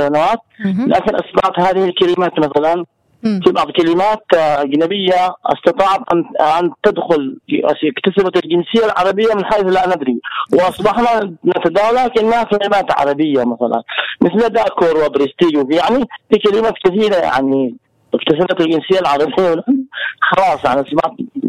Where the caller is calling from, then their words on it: Taiz, Taiz Governorate, Yemen; بعض الكلمات العربية عندنا هنا في تعز تختلف عن عدن